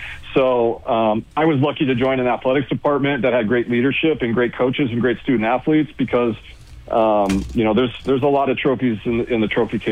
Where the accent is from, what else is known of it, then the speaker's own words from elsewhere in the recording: Illinois, United States; Yeah, well, I grew up outside Chicago. I started playing volleyball in high school.